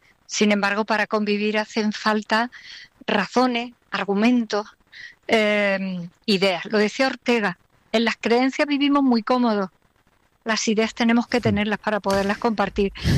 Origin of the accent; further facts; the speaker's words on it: Andalusia, Spain; yo soy andaluza